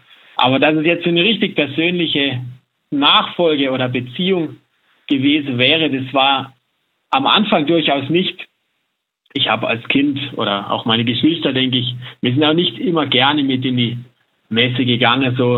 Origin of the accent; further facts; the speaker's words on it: Baden-Württemberg, Germany; moved away as an adult; now in Salzburg, Austria; Wir sind am Land aufgewachsen, im Hochschwarzwald bei uns. Da gibt es eben eine sehr ländliche Gegend. Wir hatten sehr viel Gelände ums Haus rum und Platz.